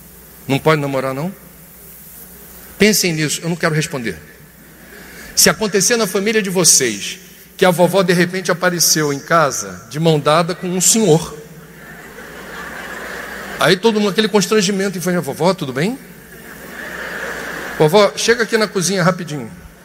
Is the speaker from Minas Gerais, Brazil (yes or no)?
no; Rio de Janeiro, Brazil; Eu venho do Rio de Janeiro, Copacabana. É o bairro do Brasil com a maior concentração de idosos por metro quadrado.